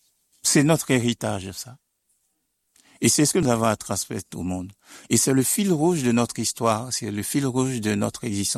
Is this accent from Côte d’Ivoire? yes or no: yes; Côte d’Ivoire; moved away as an adult; also born or lived in Switzerland; Alors moi, je suis originaire de la Côte d'Ivoire.